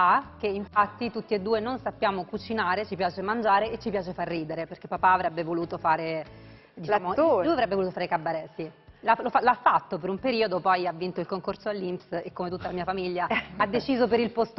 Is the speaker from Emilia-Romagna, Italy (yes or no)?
yes; Bologna, Emilia-Romagna, Italy; also born or lived in Apulia; io sono del nord ma di adozione, perché sono cresciuta a Bologna, ma io sono nata in Puglia